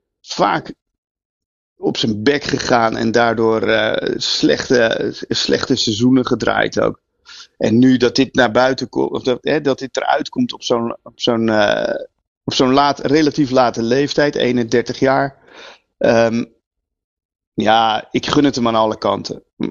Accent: Netherlands; Voor de Nederlanders, ja, wij hebben er natuurlijk niet zo heel veel mee. Maar goed, wij zijn ook geen Spanjaarden.

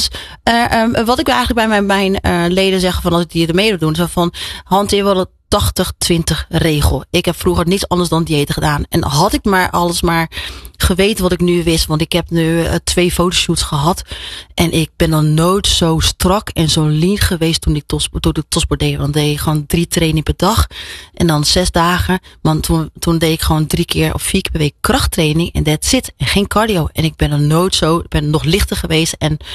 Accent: Rotterdam, South Holland, Netherlands; Ik zeg gewoon, ik ben gewoon een Rotterdammer.

